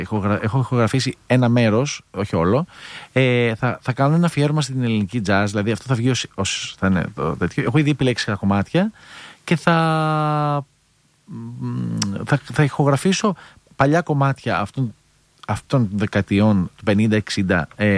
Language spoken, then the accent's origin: Greek; Athens, Attica, Greece; Και επειδή εγώ γεννήθηκα και μεγάλωσα στην Αθήνα, μπορεί να τα είχα τα ακούσματα από τον μπαμπά μου